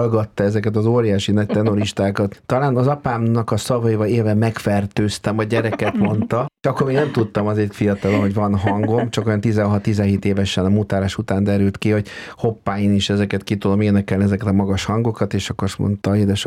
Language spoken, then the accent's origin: Hungarian; Baranya, Hungary; Én Szigetvár mellett nőttem föl egy kis faluban, apukám Somogyapáti volt körzeti orvos